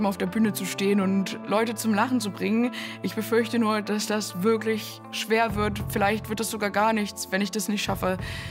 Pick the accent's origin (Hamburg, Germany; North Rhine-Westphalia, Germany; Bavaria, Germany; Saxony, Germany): Saxony, Germany; Leipzig; ich komme aus Leipzig